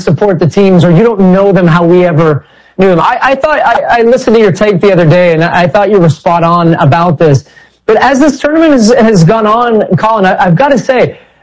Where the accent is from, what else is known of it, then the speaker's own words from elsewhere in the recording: United States; as American soccer people